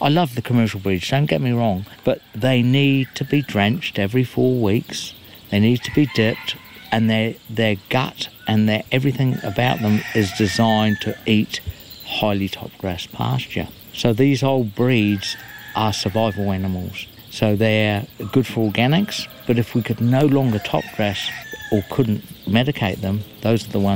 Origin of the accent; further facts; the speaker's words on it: United Kingdom; now in New Zealand; I was brought up in Great Britain, and I was lucky enough we had a school farm.